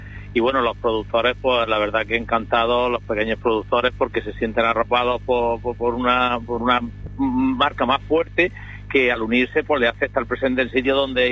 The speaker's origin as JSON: {"language": "Spanish", "area": "Almería", "region": "Andalusia", "country": "Spain", "said": "Los primeros que tenemos que tener un sitio donde poder tenerlo somos los almerienses"}